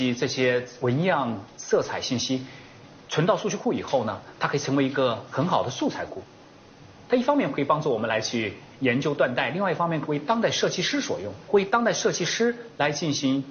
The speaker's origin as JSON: {"language": "Chinese", "town": "Jingdezhen", "region": "Jiangxi", "country": "China", "tie": "born or raised there", "said": "2006年回到景德镇，当时是一个政府组织的一个去引财引资的一个活动回来，让我有了深入接触、了解我家乡的机会。"}